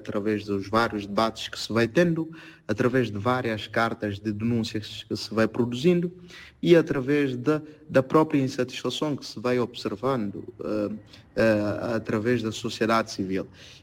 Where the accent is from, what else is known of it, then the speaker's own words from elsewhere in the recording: Guinea-Bissau; nós, não só enquanto guineenses, não só enquanto africanos